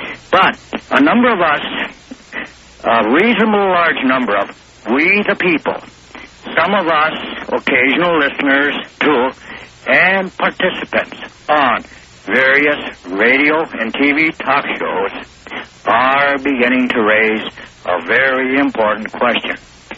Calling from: Duluth, Minnesota, United States; I'm from Duluth, Minnesota.

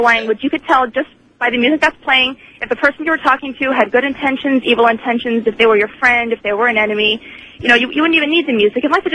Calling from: Florida, United States; I'm in Florida, listening to you on 970 WFLA.

